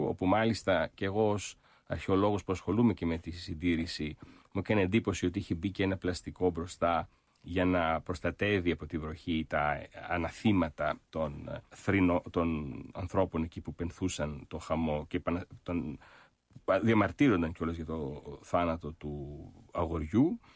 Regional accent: Alexandria, Alexandria Governorate, Egypt; το γεγονός ότι γεννήθηκα και μεγάλωσα στην Αλεξάνδρεια, στην Αίγυπτο, στο πλαίσιο της ελληνικής παρικίας, στα παρικιακά σχολεία

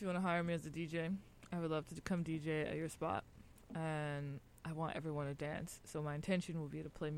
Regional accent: New Orleans, Louisiana, United States; I'm from New Orleans, so I have a lot of ancestral vibes in my musical

